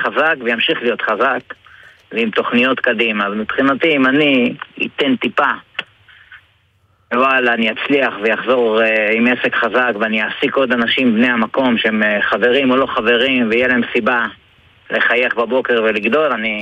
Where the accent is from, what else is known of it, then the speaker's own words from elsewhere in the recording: Jerusalem, Jerusalem District, Israel; אני בן הצפון, אני ירושלמית שלמדה בצפון בתל חי ונשארה לגור בצפון.